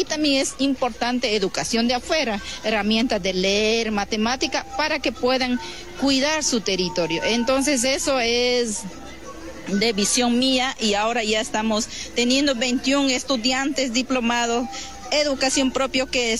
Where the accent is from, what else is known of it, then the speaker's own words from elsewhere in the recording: Pastaza, Ecuador; Soy mujer Waurani de Pastaza